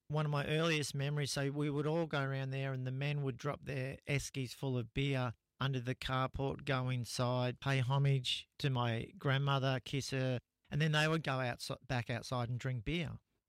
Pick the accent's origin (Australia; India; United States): Australia; Frankston, Victoria; Where I grew up at Frankston, it was a really tough place.